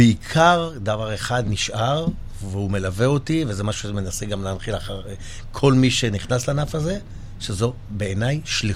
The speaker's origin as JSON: {"language": "Hebrew", "town": "Netanya", "region": "Central District", "country": "Israel", "tie": "born or raised there", "also_born_or_lived": "Jerusalem", "said": "יליד נתניה. גאה להגיד שאני נתניאתי. גדלתי בנתניה, למדתי בנתניה. אמנם את התארים הראשון והשני עשיתי בירושלים, אז לא שהפכתי להיות ירושלמי, אבל הייתי לא מעט שנים בירושלים."}